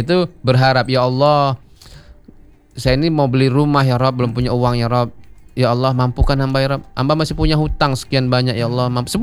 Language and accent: Indonesian; West Sumatra, Indonesia; orang kita Minang